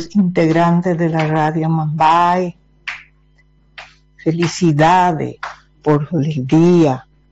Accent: Paraguay; born there; de Punta Poná. Yo cuando tenía 10 años, ZP15 se inauguró.

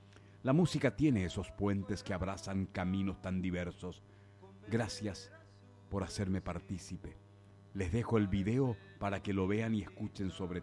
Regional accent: Argentina; also born or lived in Apulia, Italy; Yo nací en Italia, soy pugliese y emigré a Argentina con apenas 3 años.

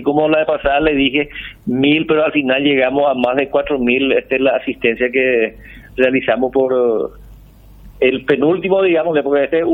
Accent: Paraguay; Somos los paraguayos solidarios, Mabel.

